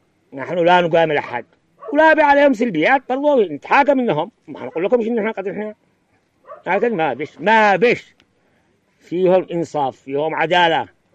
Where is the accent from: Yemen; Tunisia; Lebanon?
Yemen; نحن أخوة، نحن مسلمين، كلنا نحن يمنيين.